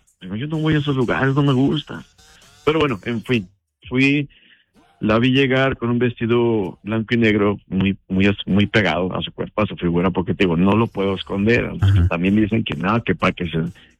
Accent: Mexico; now in Omaha, United States; el acento también, pues, ella pensaba que yo soy de Brasil o de algún lado por allá. Nunca pensé que fuera mexicano.

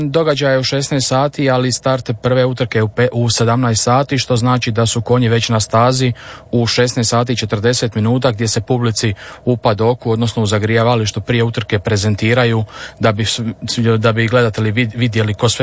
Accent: Split, Split-Dalmatia County, Croatia; ja sam inače iz Splita

